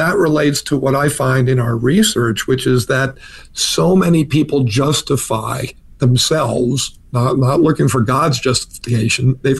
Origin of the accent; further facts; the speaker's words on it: New York, United States; I grew up in New York